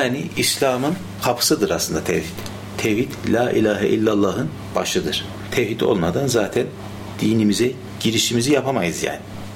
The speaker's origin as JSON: {"language": "Turkish", "region": "Konya", "country": "Turkey", "tie": "born or raised there", "said": "ben Konyalıyım. Konya'da doğduk, büyüdük."}